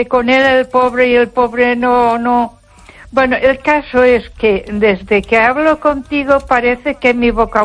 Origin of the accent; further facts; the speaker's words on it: Ponferrada, Castile and León, Spain; Soy otra vez la... … de Ponferrada.